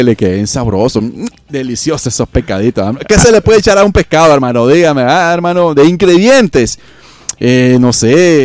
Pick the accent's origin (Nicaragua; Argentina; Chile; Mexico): Nicaragua; Así somos los nicaragüenses